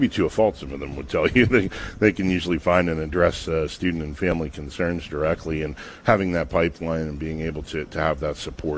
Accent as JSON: {"language": "English", "town": "Weirton", "region": "West Virginia", "country": "United States", "said": "I'm from Weirton, West Virginia, and didn't have a lot of friends that had looked at West Virginia Wesleyan"}